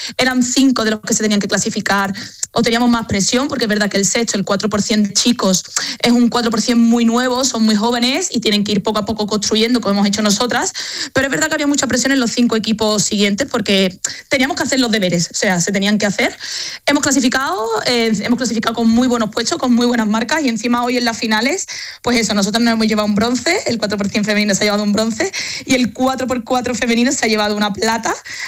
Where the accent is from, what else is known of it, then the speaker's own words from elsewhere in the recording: Andalusia, Spain; bueno, tú sabes cómo somos los andaluces.